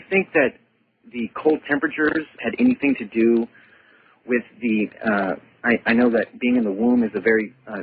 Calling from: Seattle, Washington, United States; I'm calling from Seattle.

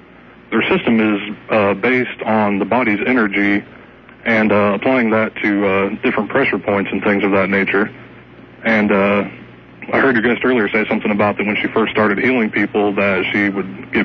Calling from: Peoria, Illinois, United States; I'm calling from Peoria, Illinois.

